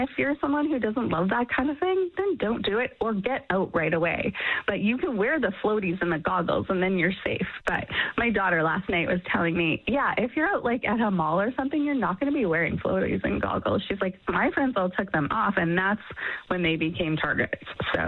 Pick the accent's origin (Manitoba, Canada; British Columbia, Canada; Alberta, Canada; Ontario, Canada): Alberta, Canada; Leduc; You know, if you lived maybe in a small town, I grew up in Leduc, Alberta, it would have been easier